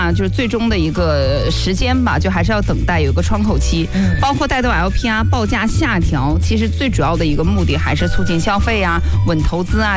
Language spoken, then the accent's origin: Chinese; China; 像我们中国人他的心里的一个状态就是一定要有房子。